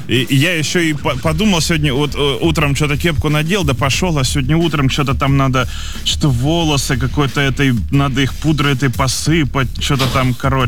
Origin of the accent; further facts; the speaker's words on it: Saint Petersburg, Russia; я из Питера.